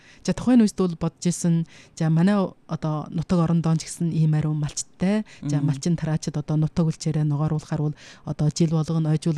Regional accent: Ordos, Inner Mongolia, China; манай нутаг оронд хүрч ирээд ордос нутагт хүрч ирээд

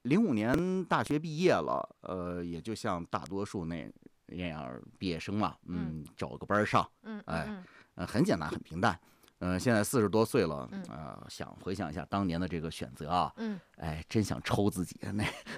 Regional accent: Ordos, Inner Mongolia, China; 我就是咱们土生土长的鄂尔多斯人，算是出生在人民教师家庭，因为我的姥姥、姥爷、我妈妈、我二姨、我舅舅、我舅妈，就是一家子全是老师，

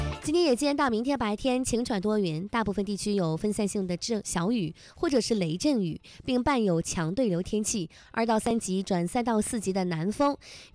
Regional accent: northern China, China; moved away as an adult; also born or lived in Kunming; 我的体重啊，比在北方咱们的家乡还要再重上好几十斤。

